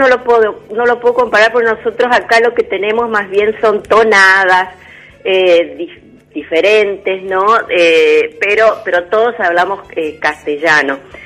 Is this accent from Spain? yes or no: no; Argentina; born there; nosotros somos doble nacionales. Nuestra familia, o sea, es argentina, nacimos en Argentina, pero tenemos la nacionalidad suiza.